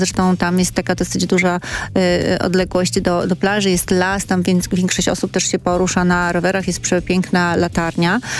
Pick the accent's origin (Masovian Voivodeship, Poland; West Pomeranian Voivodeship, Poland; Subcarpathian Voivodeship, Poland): West Pomeranian Voivodeship, Poland; Mielno; moved away; also born or lived in Sopot; ja pochodzę z Mielna. Potem też 10 lat mieszkałam w Sopocie